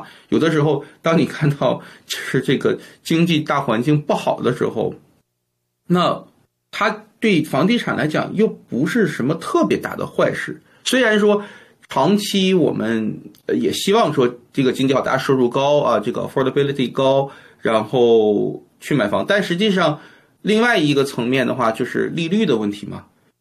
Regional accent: Canada; 所以我作为加拿大人，

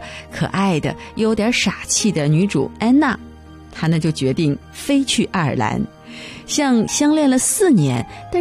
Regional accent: China; 你说这太像我们中国人才说的年份

